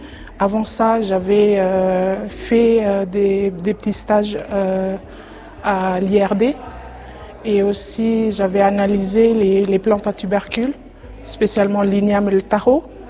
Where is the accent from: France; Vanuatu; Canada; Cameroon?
Vanuatu; Tafea; Je viens de l'île de Tana, sur Vanuatu.